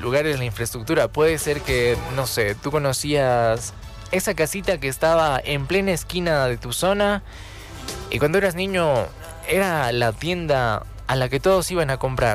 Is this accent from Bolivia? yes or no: yes; La Paz, Bolivia; Es la calle donde vivo, ¿no? En Cupini, mi tierrita natal, ¿no? Muchos cambios no hice. Salí un par de veces de la zona, me perdí un 2 que 3 años, pero uno siempre vuelve donde es feliz